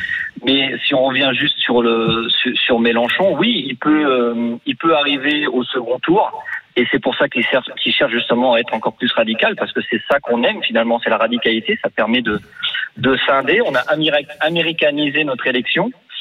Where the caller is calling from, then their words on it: Île-de-France, France; chez moi en Île-de-France